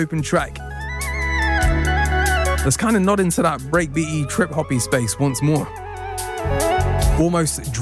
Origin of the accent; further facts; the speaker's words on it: Liverpool, North West England, United Kingdom; that was the case with … from Liverpool. I'm always trying to big up my hometown.